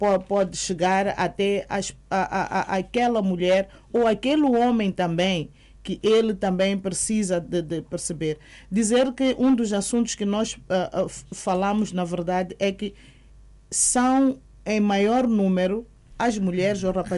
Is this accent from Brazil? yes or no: no; Sidengel, Gaza, Mozambique; born there; Por acaso, Sidengel é onde eu nasci, não estou a dizer a querer estar a ir para o, porque os meus pais são provenientes de Sidengel